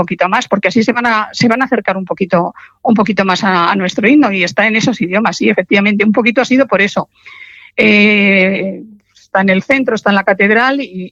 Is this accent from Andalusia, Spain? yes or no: no; Burgos, Castile and León, Spain; born there